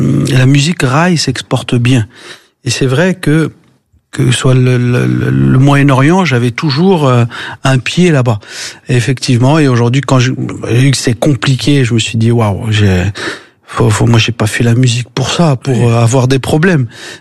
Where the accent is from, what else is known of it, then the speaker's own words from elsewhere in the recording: France; moved away as an adult; now in Marrakech, Morocco; je suis un Français, j'adore la France, j'adore Paris. Et d'ailleurs, en habitant, c'est-à-dire au Maroc, à Marrakech, je me suis rendu compte vraiment l'importance et l'amour que j'ai pour la France.